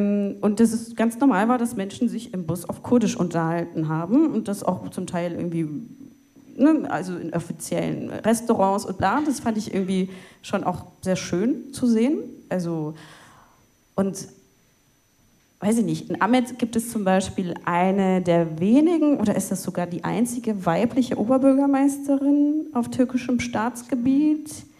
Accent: Cologne, North Rhine-Westphalia, Germany; ich will irgendwie dem Ort, wo ich aufgewachsen bin, also konkret dem Viertel Köln-Kalk, was zurückgeben.

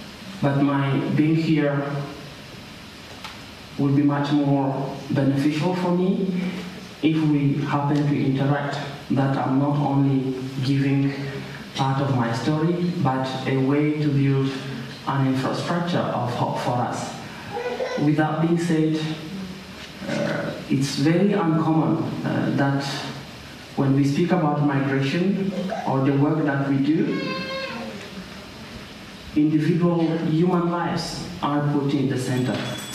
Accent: South Sudan; born there; When I was born in South Sudan, from the stories that my father told me, it was a struggle between the North and the South

